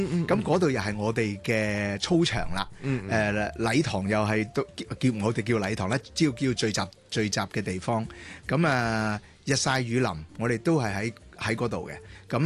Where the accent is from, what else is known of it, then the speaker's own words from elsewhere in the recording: Kowloon, Hong Kong; 我细个的时候我就住石硖尾的。